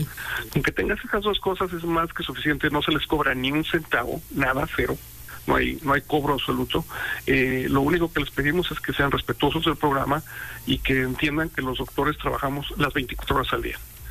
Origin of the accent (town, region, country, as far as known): Mexico; moved away as an adult